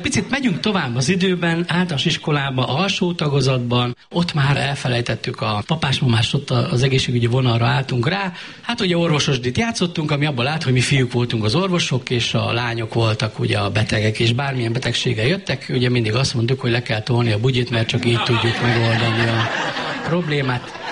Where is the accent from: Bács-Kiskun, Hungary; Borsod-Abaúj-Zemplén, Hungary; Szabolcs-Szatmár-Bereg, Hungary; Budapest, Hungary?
Borsod-Abaúj-Zemplén, Hungary; Miskolc; én meg miskolci vagyok